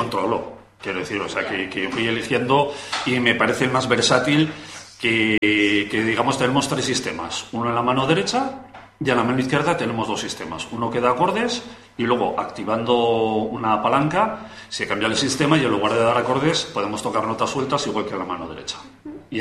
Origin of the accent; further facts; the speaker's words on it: San Sebastián, Basque Country, Spain; now in Huesca, Spain; yo nací en San Sebastián.